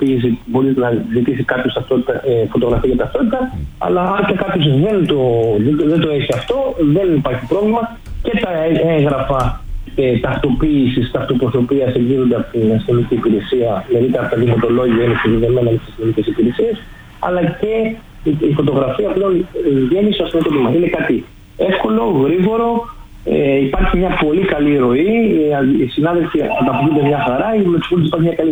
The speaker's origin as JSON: {"language": "Greek", "country": "Greece", "said": "ως Έλληνες"}